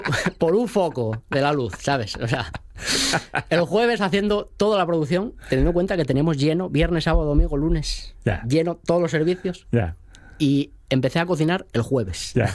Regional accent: Asturias, Spain; Soy de La Nueva, iba a hacer un restaurante allí. Mi familia, parte de mi familia allí es de La Nueva. Y mi abuela vivía allí

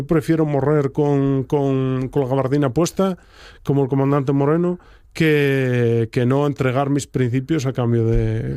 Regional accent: Oviedo, Asturias, Spain; Y yo nací en Uvieu y críeme en Uvieu y pasé toda la vida en Uvieu hasta los 27 o 28.

